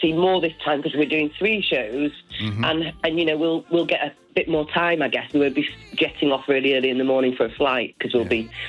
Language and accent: English; Manchester, North West England, United Kingdom; which kicks off in my hometown in Manchester on the 26th of September.